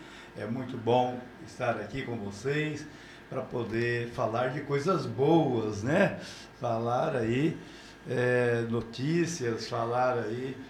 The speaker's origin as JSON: {"language": "Portuguese", "town": "Lucélia", "region": "São Paulo", "country": "Brazil", "tie": "born there", "also_born_or_lived": "Vicentina", "lives_now": "Mirassol, Brazil", "said": "Eu nasci em Lucélia, né? São Paulo."}